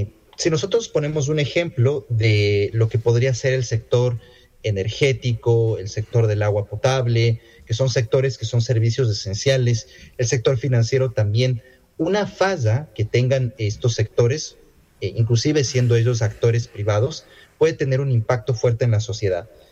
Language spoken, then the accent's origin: Spanish; Ecuador; now in Brazil; yo no vivo en el Ecuador, y aunque yo soy ecuatoriano, trabajo con empresas ecuatorianas, yo vivo en Brasil